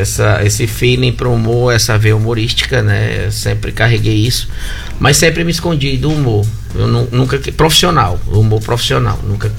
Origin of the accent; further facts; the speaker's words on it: Fortaleza, Ceará, Brazil; born there; now in Mossoró, Brazil; Nasci em Fortaleza